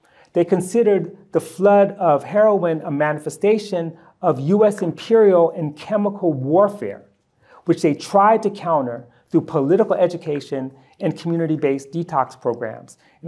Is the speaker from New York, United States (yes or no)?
yes; Harlem, New York, United States; And I was actually growing up in Harlem. He was only a few years older than me.